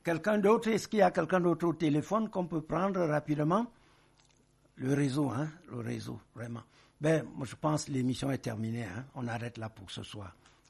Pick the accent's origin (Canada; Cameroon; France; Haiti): Cameroon; Nous sommes tous des Camerounais, on est tous des frères à part entière. Hein. Voilà, on est libre de s'installer partout au Cameroun.